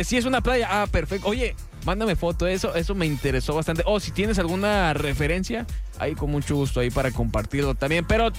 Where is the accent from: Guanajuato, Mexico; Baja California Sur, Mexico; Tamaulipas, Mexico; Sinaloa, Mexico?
Sinaloa, Mexico; Culiacán; porque yo vivía en Culiacán. Cuando estaba pequeña salíamos de la primaria y nos íbamos derechito al río porque hacía muchísimo calor.